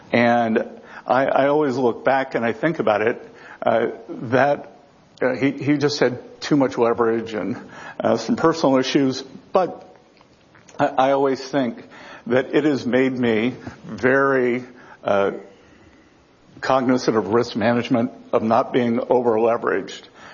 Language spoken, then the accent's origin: English; South Carolina, United States; My home state of South Carolina has the most people moving in terms of percent